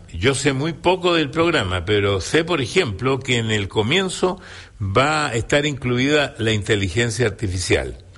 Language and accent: Spanish; Chile; cada vez que ha habido una necesidad yo he venido porque yo soy chileno.